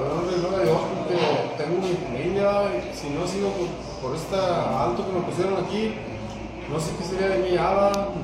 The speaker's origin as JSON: {"language": "Spanish", "area": "San Rafael, Galeana", "region": "Nuevo León", "country": "Mexico", "said": "De San Rafael Galeano"}